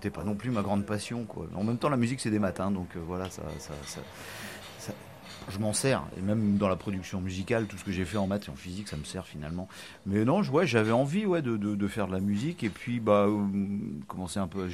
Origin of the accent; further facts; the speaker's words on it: Brest, Brittany, France; also born or lived in Plougastel / Quimper / Paris; je suis né à Brest, ouais, j'ai passé mon enfance à Brest, après j'ai un peu bougé, voilà, Plougastel, Quimper, puis je suis revenu à Brest pour mes études